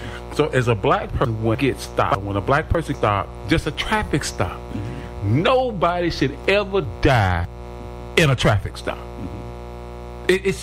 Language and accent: English; Chicago, Illinois, United States; we used to have this saying growing up in Chicago that my relatives would say